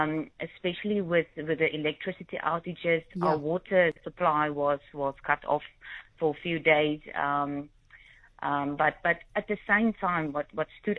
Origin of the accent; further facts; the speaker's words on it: Worcester, Western Cape, South Africa; I was born and raised in Worcester